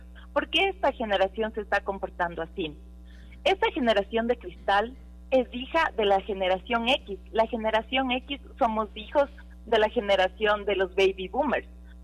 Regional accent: Ecuador

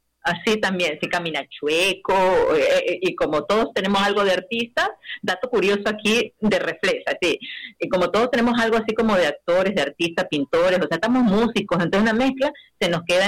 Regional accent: Ecuador; aquí como ecuatorianos tenemos representantes internacionalmente

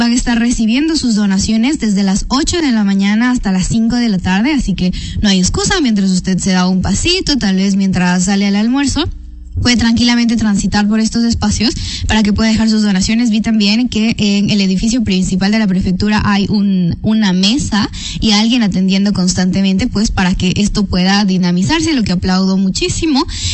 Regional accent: Ecuador; como ecuatorianos y ecuatorianas

